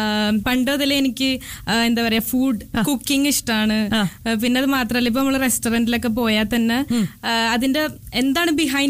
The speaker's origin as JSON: {"language": "Malayalam", "town": "Aluva", "region": "Kerala", "country": "India", "moved": "yes", "said": "നാട്ടിൽ ആലുവയിലാണ്"}